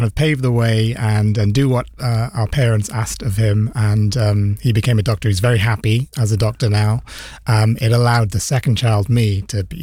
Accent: Sri Lanka; now in United Kingdom; I mean, growing up in Sri Lanka and coming to the UK

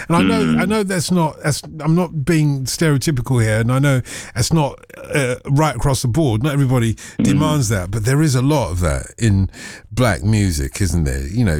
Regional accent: London, United Kingdom; a black guy growing up on Broadwater Farm in London, being a teddy boy

